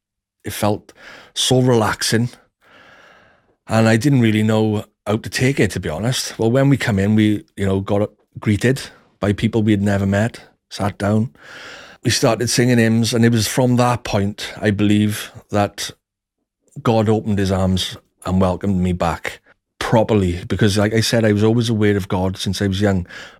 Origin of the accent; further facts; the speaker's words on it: Ebbw Vale, Wales, United Kingdom; I'm from Ebervale, South Wales.